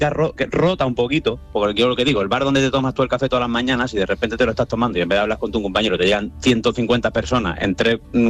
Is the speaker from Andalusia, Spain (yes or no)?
yes; Andalusia, Spain; now in Madrid, Spain; los expatriados como yo, que yo ahora mismo vivo en Madrid